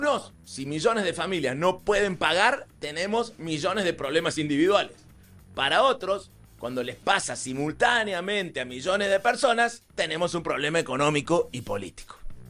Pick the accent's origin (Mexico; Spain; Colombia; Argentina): Argentina; Córdoba; Y no lo digo como cordobés, no lo digo como peronista.